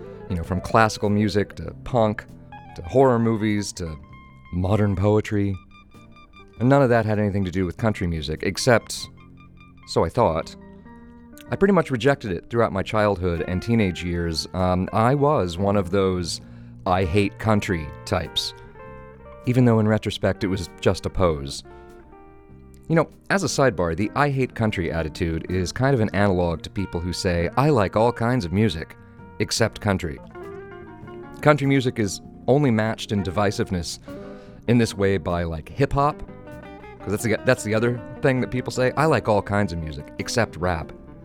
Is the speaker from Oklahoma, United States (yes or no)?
yes; Oklahoma, United States; moved away; I grew up in Oklahoma. I was there throughout the 80s and the 90s